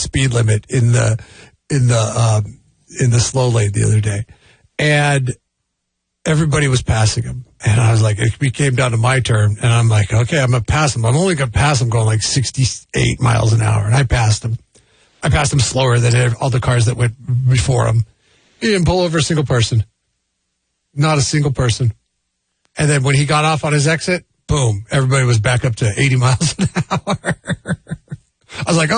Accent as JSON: {"language": "English", "region": "Washington", "country": "United States", "tie": "born or raised there", "moved": "as an adult", "lives_now": "California, United States", "said": "where I grew up in Washington, speed limit means speed limit for the most part."}